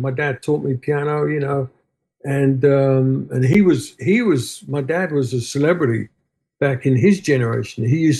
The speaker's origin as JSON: {"language": "English", "region": "London", "country": "United Kingdom", "tie": "born or raised there", "moved": "yes", "lives_now": "Southern California, United States", "said": "Finchley, North London. I still drink the tea. That's why I didn't pick up the accent."}